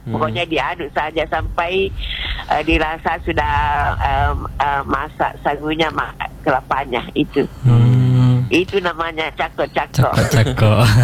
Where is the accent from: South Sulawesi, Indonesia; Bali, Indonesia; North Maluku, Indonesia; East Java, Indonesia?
South Sulawesi, Indonesia; Palopo; Tarajung itu taraju kalau kita orang Palopo dan taraju.